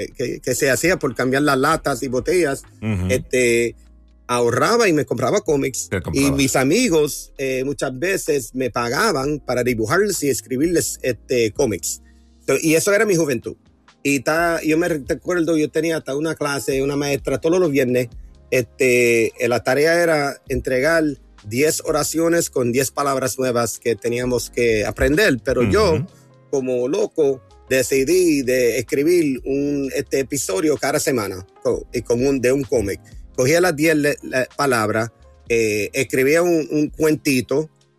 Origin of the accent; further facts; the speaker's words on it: Puerto Rico; now in New York, United States; yo era el único boricua en ese corrillo que hacía cómics